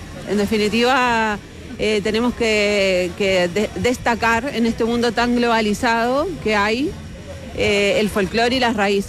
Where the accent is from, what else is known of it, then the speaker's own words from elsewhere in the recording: Argentina; now in Curicó, Chile; Yo soy de Argentina, llevo 19 años viviendo en Curicó.